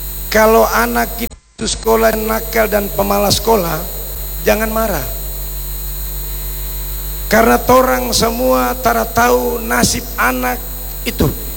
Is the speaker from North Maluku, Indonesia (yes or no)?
yes; Maitara, North Maluku, Indonesia; also born or lived in Tidore / Ternate; saya lahir di Maitara. Dari Maitara ke Tidore, baru dari Tidore ke Ternate dan balik lagi ke Tidore. SD Maitara, SMP Mareku di Tidore dan STM Ternate.